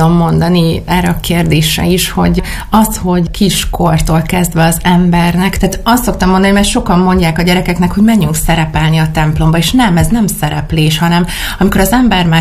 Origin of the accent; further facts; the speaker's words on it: Nagydobos, Szabolcs-Szatmár-Bereg, Hungary; moved away as an adult; now in Sárospatak, Hungary; Tudták, hogy Nagydobosról származom